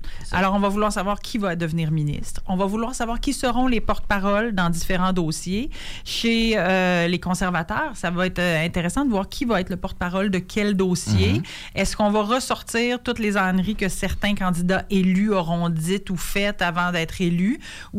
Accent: Quebec, Canada; Je suis une Beauceronne.

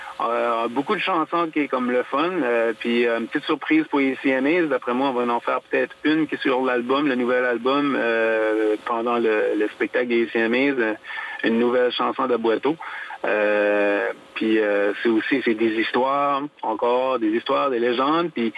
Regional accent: Acadia, Canada

